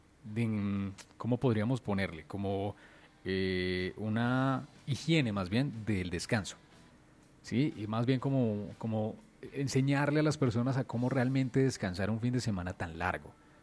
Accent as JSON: {"language": "Spanish", "region": "Bogotá", "country": "Colombia", "said": "uno como bogotano también está lleno de prejuicios"}